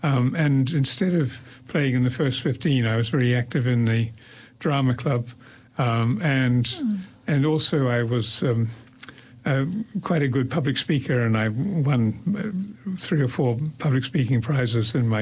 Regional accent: Opotiki, Bay of Plenty, New Zealand; born there; Oh, I was born in Opotiki in 1946.

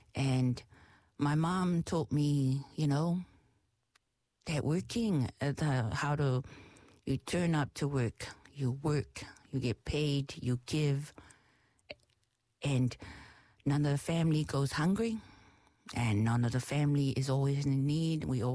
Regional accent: Samoa; I grew up in Samoa with a whole lot of my brothers and sisters.

